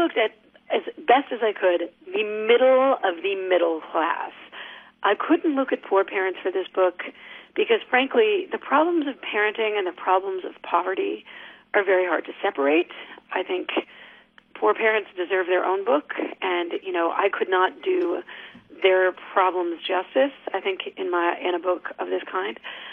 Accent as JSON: {"language": "English", "region": "New York", "country": "United States", "said": "I love New York. I'm from New York."}